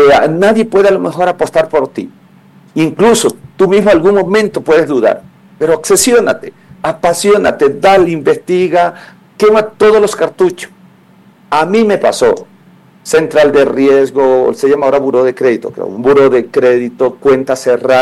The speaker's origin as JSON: {"language": "Spanish", "region": "Manabí", "country": "Ecuador", "said": "soy manabita, vengo de padres agricultores, caficultores, cuando soy del sur de Manabí, cuando era fuerte el café. Así que vengo desde inicios, pues, sencillos y humildes, mis padres agricultores."}